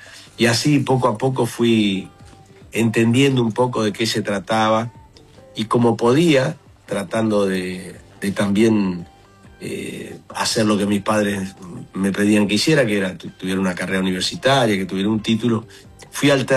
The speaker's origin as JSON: {"language": "Spanish", "region": "Entre Ríos", "country": "Argentina", "tie": "born there", "also_born_or_lived": "Santa Fe", "moved": "as an adult", "lives_now": "Buenos Aires, Argentina", "said": "Sobre todo en una provincia del interior, donde yo nací, en Entre Ríos."}